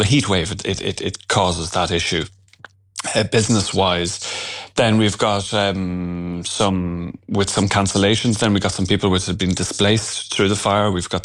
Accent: Ireland; moved away as an adult; now in France; I'm Irish, but we're here 10 years at this stage.

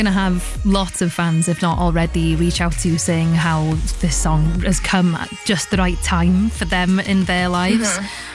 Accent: Wales, United Kingdom; I'm a Welsh gal

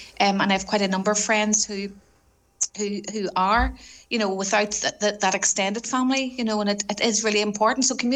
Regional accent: Northern Ireland, United Kingdom; moved away; I'm originally from County Armagh, and you lived in a very rural area, and where roads weren't great

